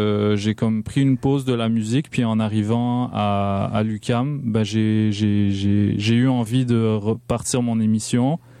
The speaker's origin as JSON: {"language": "French", "town": "Montreal", "region": "Quebec", "country": "Canada", "tie": "born or raised there", "said": "j'ai grandi à Ville-Saint-Laurent."}